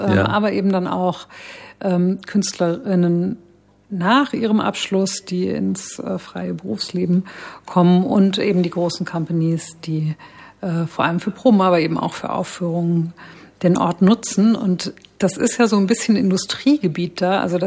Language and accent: German; Frankfurt, Hesse, Germany; Also ich bin eine Frankfurterin